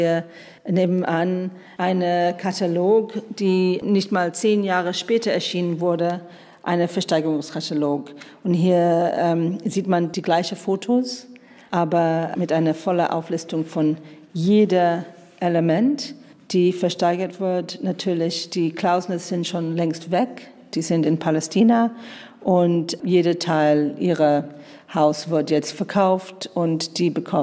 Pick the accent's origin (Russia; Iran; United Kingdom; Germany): United Kingdom; German is a second language; Ich komme aus Großbritannien